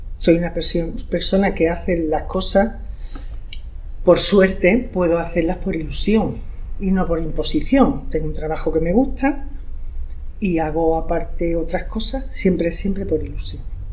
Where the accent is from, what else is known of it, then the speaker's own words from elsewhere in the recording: Melilla, Spain; Melilla, soy de Melilla.